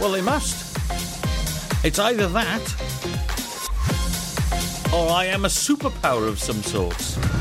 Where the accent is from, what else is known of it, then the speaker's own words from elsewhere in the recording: Wales, United Kingdom; as I'm Welsh